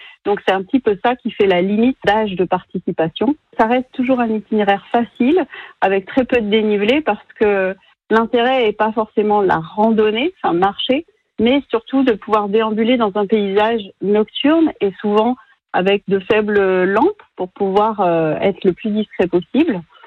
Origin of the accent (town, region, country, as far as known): France